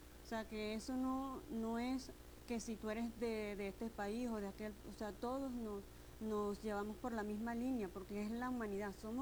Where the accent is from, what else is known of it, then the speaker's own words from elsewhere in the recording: Venezuela; yo como venezolana